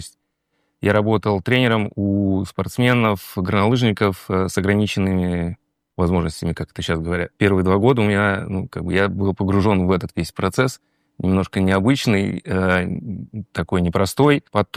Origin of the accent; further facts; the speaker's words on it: Kamchatka Krai, Russia; Как ты правильно сказал, я родился на Камчатке, прожил первую часть своей жизни там.